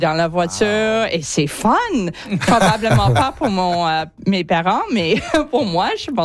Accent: New Brunswick, Canada; je viens de Nouveau-Brunswick

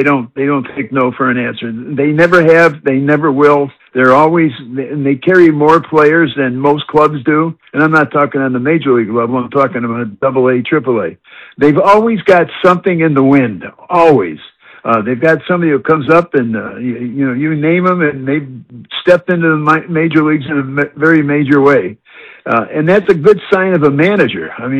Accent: Chicago, Illinois, United States; And I'm born and raised in Chicago, so I can say that. And in fact, I'm 10 minutes from the ballpark is where I was born.

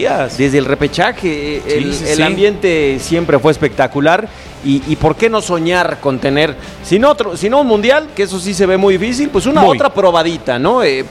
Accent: Mexico; nosotros porque somos mexicanos

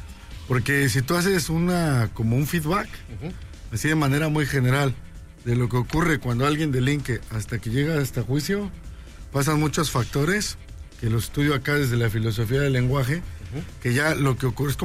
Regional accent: Tlaxcala, Mexico; Yo en mi pueblo vengo de Tlaxcala

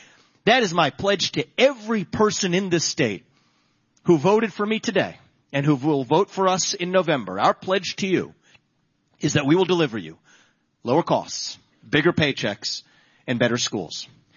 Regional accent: Cincinnati, Ohio, United States; my hometown of Cincinnati

